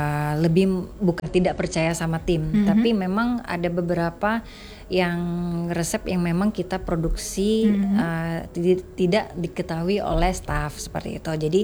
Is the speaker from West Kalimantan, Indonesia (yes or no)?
yes; Pontianak, West Kalimantan, Indonesia; kita warga Pontianak